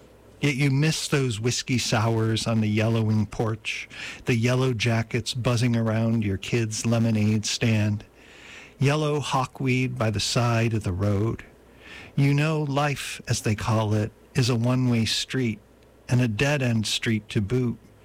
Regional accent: Buffalo, New York, United States; moved away; my hometown of Buffalo, New York.

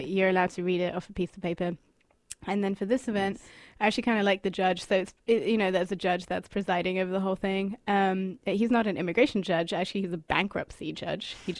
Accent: Argentina; Well, I kind of am. I'm from Argentina, but I was born with American citizenship.

